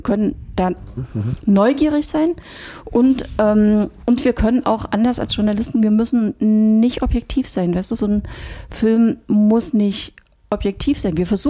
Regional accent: East Germany, Germany; Weil ich bin in der DDR aufgewachsen, definitiv Agitprop-Filme ist nicht unser Ding.

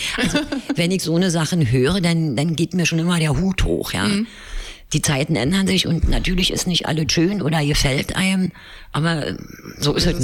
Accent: Berlin, Germany; Weil ich mich hier immer wohlgefühlt habe. Also ich habe es immer irgendwie als ja meine Heimat.

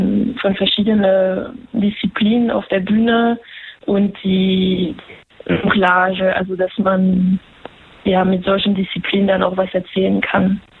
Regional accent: France; German is a second language; now in Germany; Ich glaube, es ist sehr mit da, wo ich herkomme, verbunden. Ich komme ja aus Frankreich und der zeitgenössische Zirkus ist ja dort schon seit 70er Jahren viel verbreiter

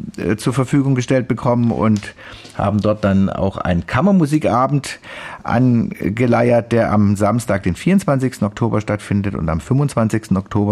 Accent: Stuttgart, Baden-Württemberg, Germany; Denn als ich 16 war, was auch schon eine Weile her ist, habe ich ein anderes Laienorchester in meiner Heimatstadt gehört. Das war das Christophorus-Sinfonieorchester, auch ein bekanntes Orchester hier in Stuttgart

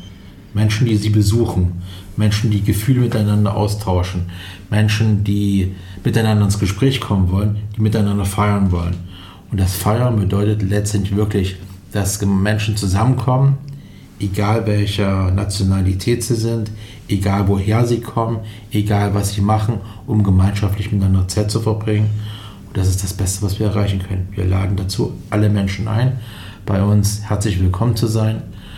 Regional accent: Saxony-Anhalt, Germany

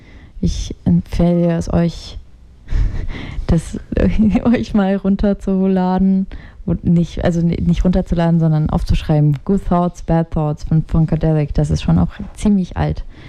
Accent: Chernihiv, Chernihiv Oblast, Ukraine; Also ich komme auch aus der Ukraine, ich bin aus Tschernihiw, das ist nördlich von Kiew.

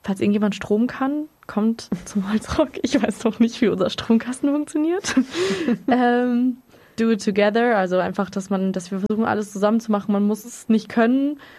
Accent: Lörrach, Baden-Württemberg, Germany; now in Freiburg, Germany; weil ich bin aus Lörrach und kannte das Café Irrlicht nicht wirklich, was ja irgendwie da so ein bisschen mit verbandelt ist, zumindest politisch würde ich jetzt mal sagen. Und bin dann nach Freiburg gezogen

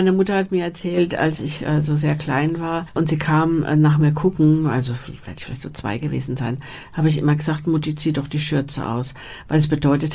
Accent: Heidelberg, Baden-Württemberg, Germany; weil Dirndl, gut, in unserer Gegend, wo ich herkomme, Heidelberg, gibt es kein Dirndl

